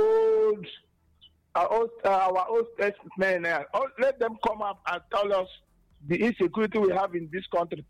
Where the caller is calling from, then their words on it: Enugu, Enugu State, Nigeria; I'm from Enugu.